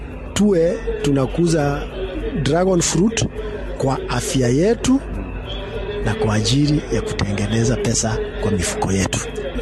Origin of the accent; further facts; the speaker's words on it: Kenya; Sisi ni wa Kenya milioni zaidi ya milioni 50.